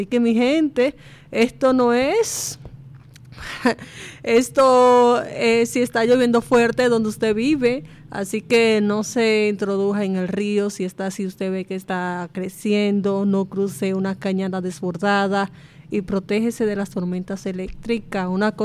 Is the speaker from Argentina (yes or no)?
no; Dominican Republic; la mayoría de los hogares dominicanos tenemos la costumbre